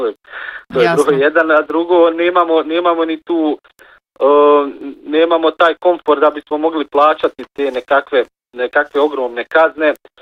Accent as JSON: {"language": "Bosnian", "town": "Kakanj", "region": "Federation of Bosnia and Herzegovina", "country": "Bosnia & Herzegovina", "said": "evo ja dolazim iz Kaknja i kod nas u Kaknju"}